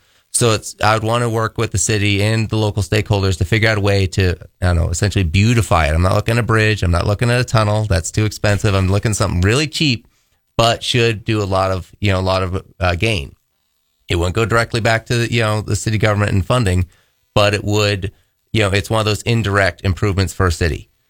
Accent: St. Louis, Missouri, United States; now in Bismarck, United States; growing up in St. Louis.

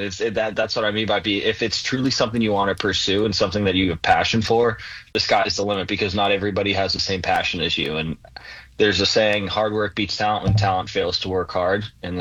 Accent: Massachusetts, United States; growing up in Massachusetts

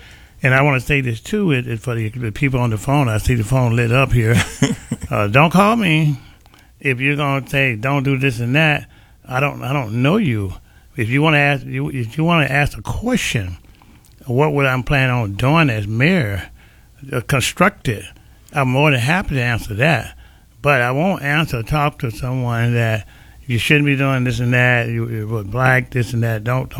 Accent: the South, United States; I'm from the Jim Crow days, and down south we were told what to do. We couldn't do nothing unless we were told what to do, all right? And so I always said once, Lord bless me to get from down south

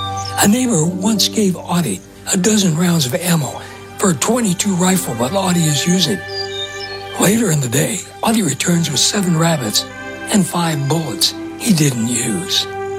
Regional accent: Texas, United States; I am one Texan boy who never had a pair of cowboy boots. I am one native-born and native-bred American male

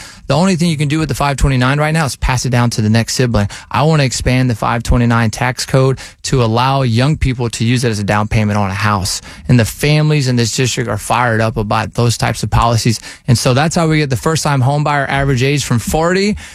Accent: Louisiana, United States; now in Texas, United States; You know, I grew up in Louisiana, a Saints fan.

